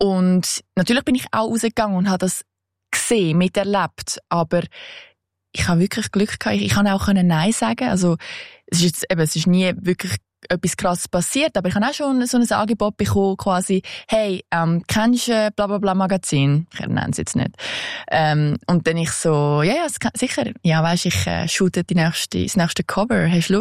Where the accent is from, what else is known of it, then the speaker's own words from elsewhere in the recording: Switzerland; now in New York, United States; wenn du so als Schweizer in den Tee gehst und keine Ahnung hast